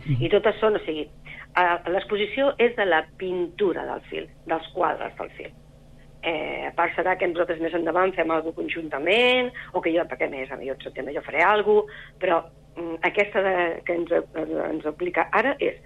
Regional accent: Sabadell, Catalonia, Spain; moved away as an adult; now in Castellar del Vallès, Spain; jo sóc de Sabadell, però els dos vivim a castellà, els dos vivim a Campfont. El fill porta més de 20 anys aquí vivint a Campfont. Jo em porto uns 15, sóc de Sabadell, però bueno, vaig venir cap a castellà

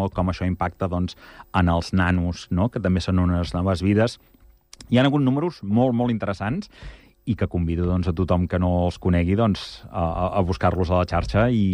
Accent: Igualada, Catalonia, Spain; jo sóc d'Igualada

